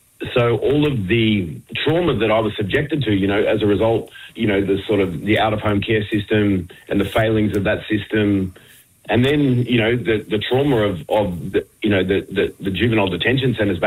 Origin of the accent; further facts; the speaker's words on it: Sydney, New South Wales, Australia; But like Quaden, I didn't grow up on country. I wasn't afforded that privilege. And I grew up down in Sydney, you know, but I was, you know, nurtured by, predominantly around Redfern, Waterloo and that area growing up.